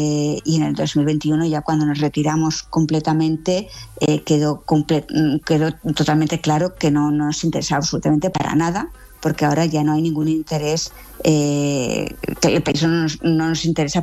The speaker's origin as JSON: {"language": "Spanish", "country": "Afghanistan", "moved": "yes", "said": "Cuando me fui de Afganistán no era la situación tan dramática cuando me fui en el 2014"}